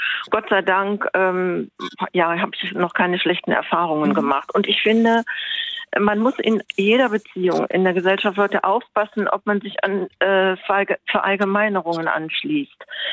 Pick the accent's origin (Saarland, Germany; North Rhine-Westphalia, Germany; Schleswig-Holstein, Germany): North Rhine-Westphalia, Germany; Mönchengladbach; Ich komme aus Mönchengladbach, wir haben das Problem auch ziemlich stark.